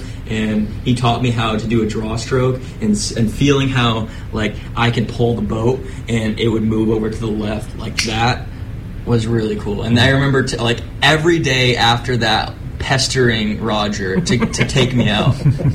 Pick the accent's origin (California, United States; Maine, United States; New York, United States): Maine, United States; Indian Island; I'm from Penobscot Nation. I'm an Eelpan. Yeah, I grew up on Indian Island.